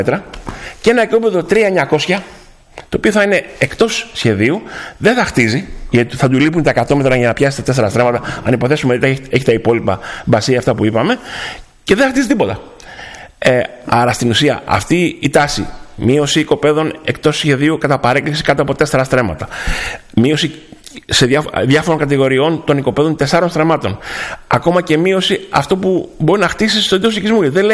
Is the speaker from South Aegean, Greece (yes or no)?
no; Zakynthos, Ionian Islands, Greece